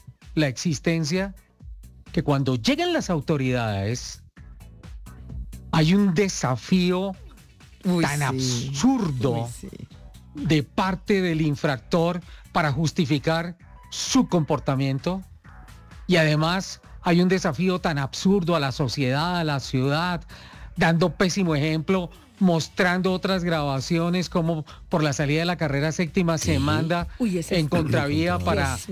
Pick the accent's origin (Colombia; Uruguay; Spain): Colombia; que somos los colombianos